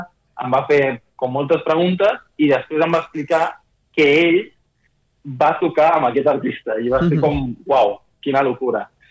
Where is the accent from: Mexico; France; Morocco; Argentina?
Argentina; now in Barcelona, Spain; Es podria dir que soc argentí i català també, perquè al final, després d'haver estudiat aquí, haver fet l'universitat i tot, va ser com molt fàcil introduir-me a la cultura d'aquí